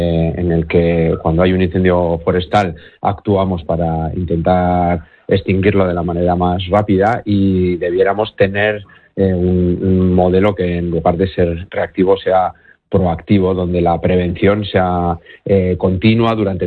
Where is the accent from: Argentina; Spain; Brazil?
Spain; Navarre; una comunidad como Navarra, que somos pioneros en otro montón de cosas